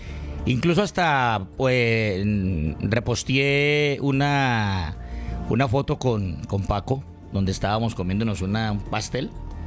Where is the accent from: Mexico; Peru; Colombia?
Colombia; esto se llama Colombia, que esta es nuestra patria, nuestra madre